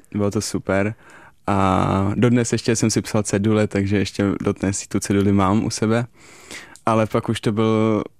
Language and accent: Czech; Vysočina Region, Czechia; Ne, bylo to od nás Vysočiny, odkud pocházím.